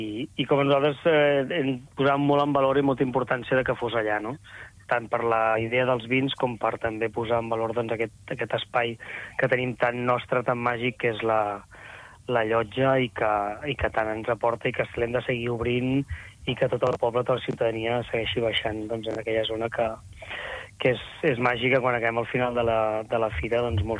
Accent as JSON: {"language": "Catalan", "town": "Arenys de Mar", "region": "Catalonia", "country": "Spain", "said": "som d'Arenys de Mar, nosaltres volem posar en valor i doncs, també tot el territori"}